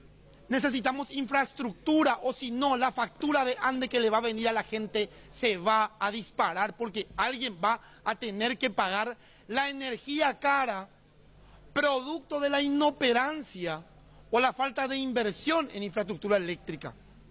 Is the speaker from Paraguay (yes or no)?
yes; Paraguay